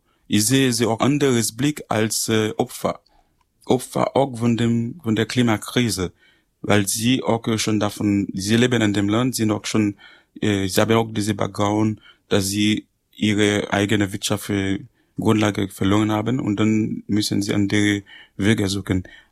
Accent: Port-au-Prince, Ouest, Haiti; German is a second language; now in Germany; zum Beispiel Port-au-Prince, wo ich herkomme.

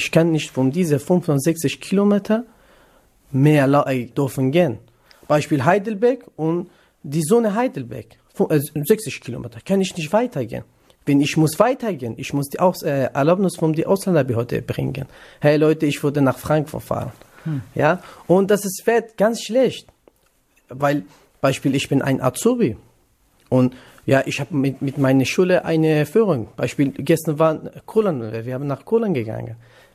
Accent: Iraq; German is a second language; moved away as an adult; now in Germany; ich komme aus Irak, Nordirak, ich bin Kurde. Ich bin 2022 nach Deutschland gekommen, alles Flüchtling.

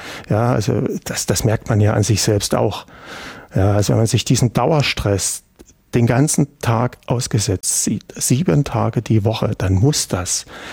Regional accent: Germany; also ich bin in der DDR groß geworden

